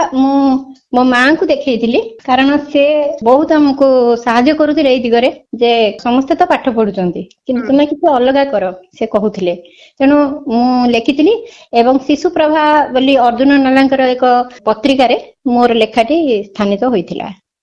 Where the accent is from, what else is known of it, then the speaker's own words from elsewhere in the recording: Odisha, India; now in Koraput, India; ଭଞ୍ଜଭୂମିର ଝିଅ ଓ ବୋହୁ, କୋରାପୁଟ ଠାରେ ମୁଁ ବର୍ତ୍ତମାନ ବାସ କରୁଛି।